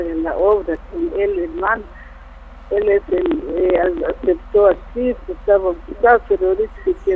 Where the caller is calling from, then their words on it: Guatemala; Aquí llamo en San Andrés, en Metabaj.